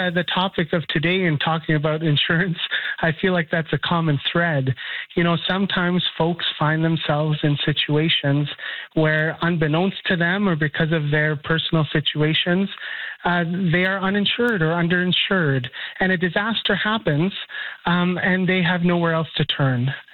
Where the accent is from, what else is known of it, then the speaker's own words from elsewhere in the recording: Winnipeg, Manitoba, Canada; I'm from Winnipeg. That's where I live.